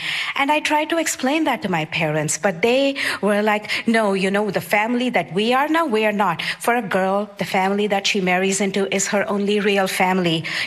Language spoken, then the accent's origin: English; India; now in New York City, United States; I was born and raised in India. I work in tech. I do stand-up comedy and storytelling, mostly in New York City.